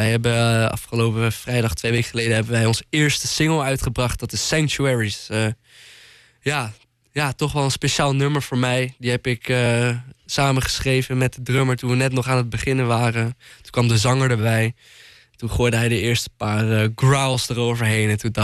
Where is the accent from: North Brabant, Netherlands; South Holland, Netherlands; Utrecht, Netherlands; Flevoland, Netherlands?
Flevoland, Netherlands; En we komen uit Flevoland.